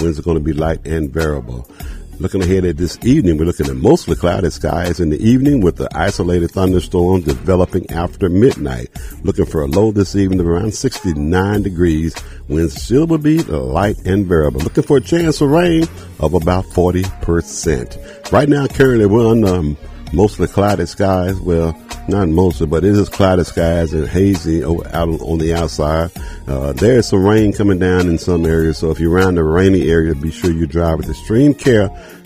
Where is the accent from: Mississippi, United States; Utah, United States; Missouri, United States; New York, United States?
Mississippi, United States; Jackson; now in Huntsville, United States; from my hometown, Jackson State University Tigers.